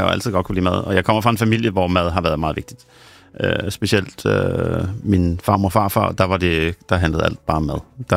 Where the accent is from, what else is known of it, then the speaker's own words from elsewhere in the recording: Rønne, Capital Region of Denmark, Denmark; born there; Det er i Rønne